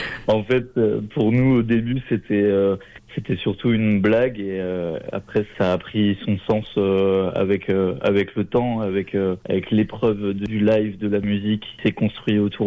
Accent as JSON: {"language": "French", "town": "Toulouse", "region": "Occitanie", "country": "France", "said": "On vient de Toulouse, on est tous de Toulouse, on habite à Toulouse, RPZ. 31."}